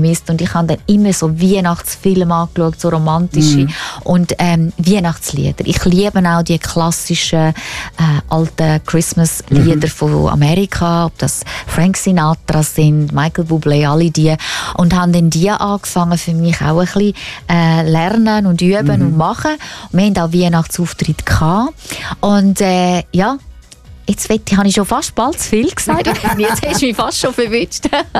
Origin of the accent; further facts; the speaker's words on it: Davos, Graubünden, Switzerland; Aber ich bin im Bündnerland in Davos aufgewachsen und das ist natürlich nicht das Gleiche.